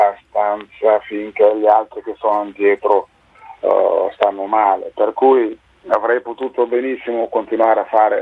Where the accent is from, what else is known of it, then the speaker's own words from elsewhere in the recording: Guinea; questo a un certo punto mi ha portato ad essere persona non grata nel mio paese, sì, in Guinea, sì.